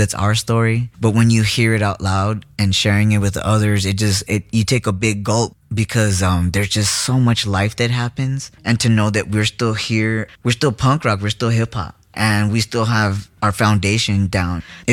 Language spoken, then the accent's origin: English; East Los Angeles, California, United States; And I'm from East LA.